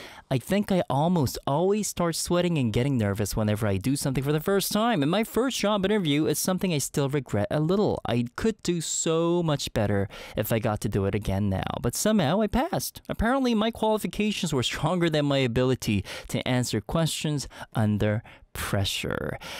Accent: Seoul, South Korea; very far away from my hometown, which is Seoul right now.

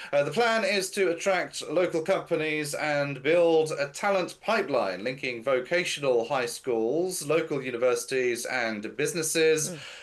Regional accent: United Kingdom; Being British, it's in my nature to dislike

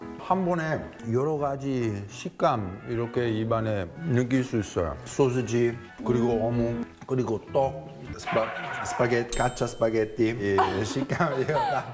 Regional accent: Italy; Korean is a second language; 해 재현님, 저는 이탈리아 사람 있잖아요.

